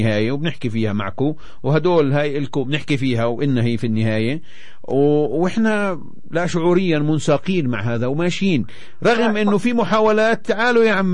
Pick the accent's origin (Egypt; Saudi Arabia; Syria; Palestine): Palestine